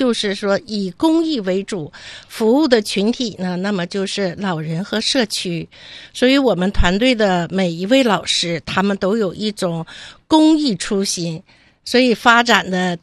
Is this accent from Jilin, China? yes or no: yes; Changchun, Jilin, China; 因为我们的长春风景很美，就是故乡，